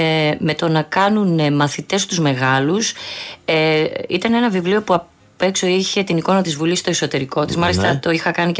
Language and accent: Greek; Agioi Anargyroi, Attica, Greece; also born or lived in Boston, United States; Εγώ μεγάλωσα στους Αγίους Αναργύρους. Ναι. Έχω γεννηθεί εκτός Ελλάδας, έχω γεννηθεί Αμερική.